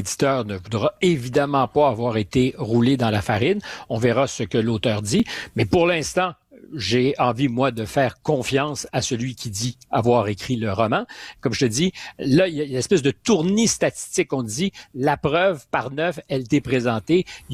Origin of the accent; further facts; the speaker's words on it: Quebec, Canada; now in France; chez nous au Québec